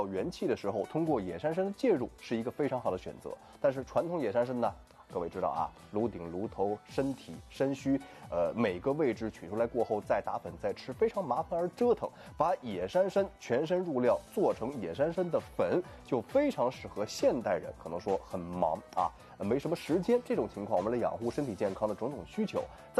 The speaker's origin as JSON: {"language": "Chinese", "region": "Heilongjiang", "country": "China", "tie": "born or raised there", "moved": "yes", "lives_now": "Shanghai, China", "said": "比如我老家黑龙江的嘛"}